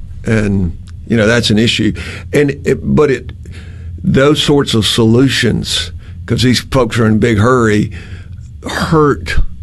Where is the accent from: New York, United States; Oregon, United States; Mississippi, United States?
Mississippi, United States; I mean, look, I'm from Yazoo